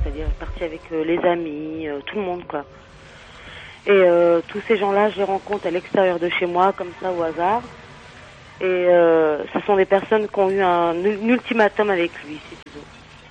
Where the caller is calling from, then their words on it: Évreux, Normandy, France; Ouais, Évreux, exactement.